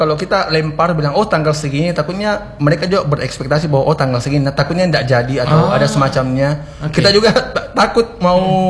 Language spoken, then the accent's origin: Indonesian; Sudiang, South Sulawesi, Indonesia; Karena saya dulu lahirnya, saya lahir sampai SMP di Sudiang.